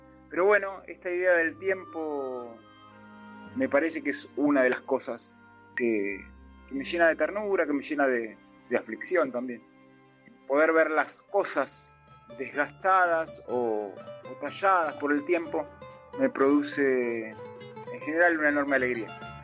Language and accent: Spanish; Argentina; Yo nací, me crié, jugué mucho tiempo en el Pozo Pampa